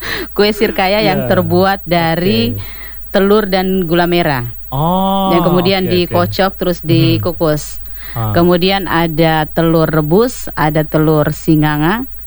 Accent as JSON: {"language": "Indonesian", "town": "Latompe", "country": "Indonesia", "tie": "born there", "said": "Jadi Latompe itu adalah desa kelahiran saya."}